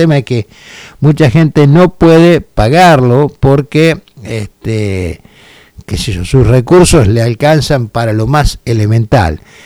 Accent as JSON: {"language": "Spanish", "country": "Argentina", "said": "somos argentinos"}